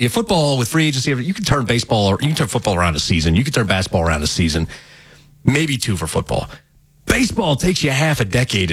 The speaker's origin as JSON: {"language": "English", "region": "the South", "country": "United States", "tie": "born there", "moved": "yes", "said": "It was humid in the South."}